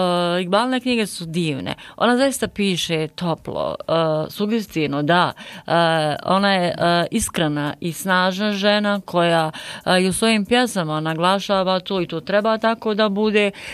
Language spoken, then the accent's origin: Bosnian; Konjic, Federation of Bosnia and Herzegovina, Bosnia & Herzegovina; born there; ja sam rođena u Konjicu, živim u Najliđi, a radim kao nastavnica u osnovnoj školi Kiseljak 1 u Kiseljaku.